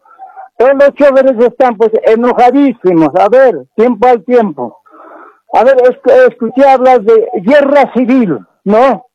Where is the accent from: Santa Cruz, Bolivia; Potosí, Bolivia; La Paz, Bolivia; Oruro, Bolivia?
La Paz, Bolivia; moved away; en 1973 yo era changuito. Ya allá en mi comunidad de zona del lago